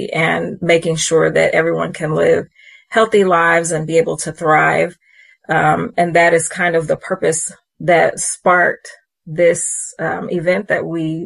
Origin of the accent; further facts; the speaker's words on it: Indianapolis, Indiana, United States; moved away as an adult; now in Evansville, United States; I am not originally from the area. I'm actually from Indianapolis, but I've lived here so long that I feel like Evansville is my home. My husband's from here. And so I've been here for about 25 years.